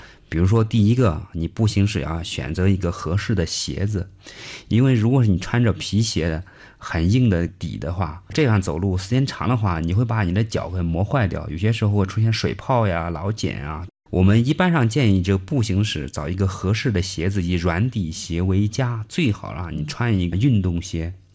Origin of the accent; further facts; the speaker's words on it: China; 我们中国人